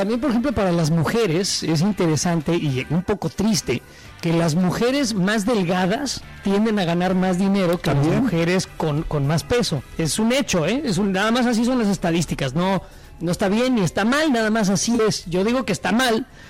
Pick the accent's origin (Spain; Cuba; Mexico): Mexico; Pues mira, yo soy una persona en mi país, en México, de estatura, digamos, estándar.